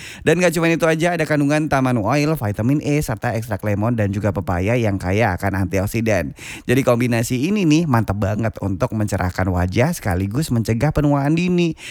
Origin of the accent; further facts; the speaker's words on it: Yogyakarta, Special Region of Yogyakarta, Indonesia; kita nih warga Jogja